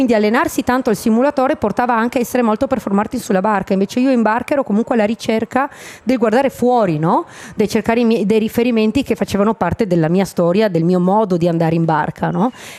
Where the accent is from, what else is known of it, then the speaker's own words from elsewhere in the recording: Trieste, Friuli-Venezia Giulia, Italy; io sono cresciuta qua a Trieste, quindi sono cresciuta con la barcolana